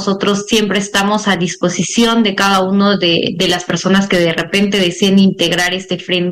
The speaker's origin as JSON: {"language": "Spanish", "country": "Peru", "moved": "yes", "said": "nosotros como peruanos en el exterior, como Frente Patriótico, no nos callaremos."}